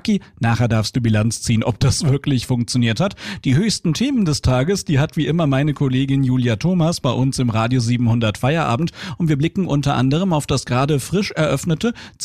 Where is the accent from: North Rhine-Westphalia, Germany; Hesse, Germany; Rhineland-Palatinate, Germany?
Hesse, Germany; Weil er nämlich festgestellt hat, dass ich als echter Hesse immer höchst sage.